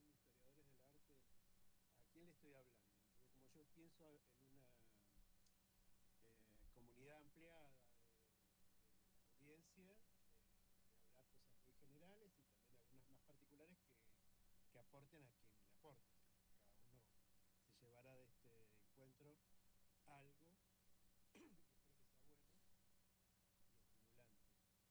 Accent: Necochea, Buenos Aires Province, Argentina; moved away as an adult; also born or lived in La Plata; now in Neuquén, Argentina; soy de Necochea, me fui a estudiar a La Plata en Bellas Artes, me vine a Neuquén en una visita y me quedé, no me volví.

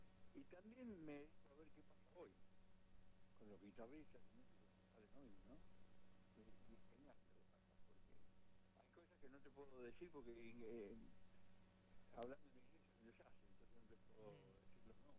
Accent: Villa Diamante, Buenos Aires Province, Argentina; also born or lived in Monte Grande; yo nací en Montegrande, me crié en Villa Diamante

